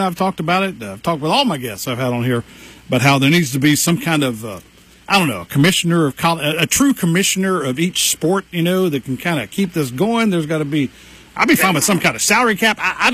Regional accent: the South, United States; I'm from the South

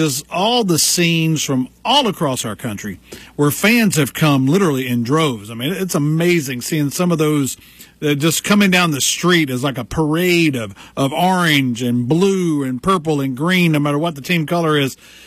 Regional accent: Marion, North Carolina, United States; I think about when I grew up in Marion, we did not have soccer. There was no soccer team at McDowell High School my senior year or any time throughout my time.

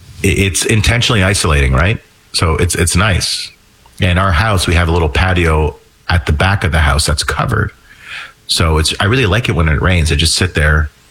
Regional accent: Montreal, Quebec, Canada; moved away as an adult; now in Ottawa, Canada; I am from Montreal.

